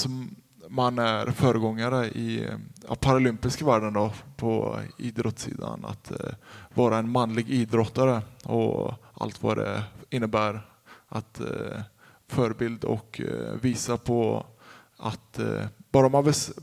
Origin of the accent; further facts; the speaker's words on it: Skövde, Västra Götaland County, Sweden; moved away; also born or lived in Åre; jag är uppvuxen i en skidåkande familj. Fast vi kommer från Skövde så började jag åka skidor runt 2-3 år gammal.